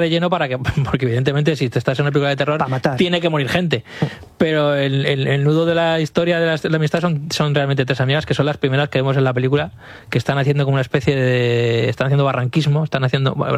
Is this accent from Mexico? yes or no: no; El Pozuelo, Castilla-La Mancha, Spain; porque en mi pueblo, en el Pozuelo, hay una sima